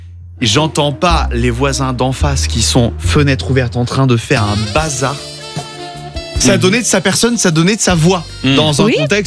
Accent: West France, France; now in Alsace, France; J'emménage ici, je viens de l'Ouest, c'était en août dernier.

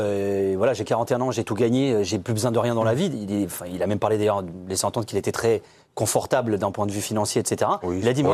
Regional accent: France; Moi, je suis français, monsieur

